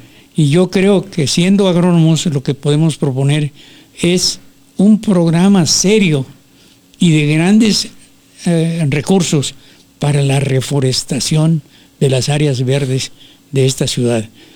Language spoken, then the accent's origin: Spanish; Yucatán, Mexico; moved away as an adult; also born or lived in Ciudad Juárez; yo soy de Yucatán y después de estudiar aquí, vengo constantemente, pero estuve muchos años apartado de Ciudad Juárez y pues viví en ambientes diferentes